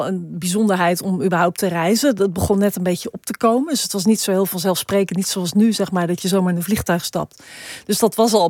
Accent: Suriname

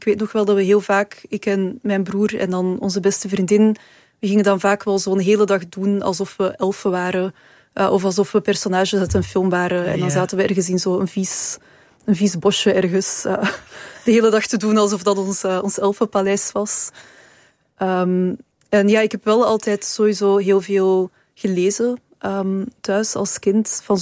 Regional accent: Mechelen, Flanders, Belgium; Ik ben opgegroeid in Mechelen. We woonden... aan een kanaal.

